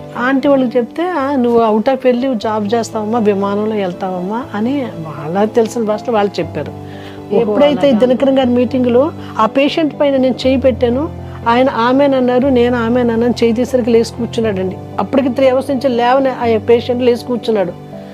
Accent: Bhimavaram, Andhra Pradesh, India; భీమవరంలోనే rest house road, మాది Bhimavaram. So భీమవరంలోనే rest అక్కడే పుట్టాను, అక్కడే పెరిగాను.

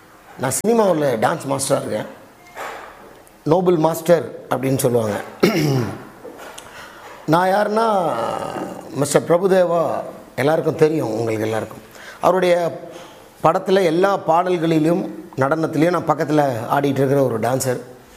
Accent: Tirunelveli, Tamil Nadu, India; born there

